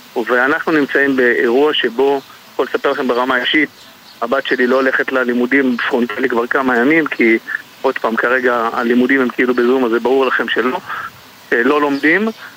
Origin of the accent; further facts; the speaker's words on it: Kiryat Shmona, Northern District, Israel; also born or lived in Herzliya, Israel; אני גדלתי ונולדתי וגדלתי בקריית שמונה, יצאתי החוצה, גרתי 10 שנים בהרצליה במרכז, למדתי, התפתחתי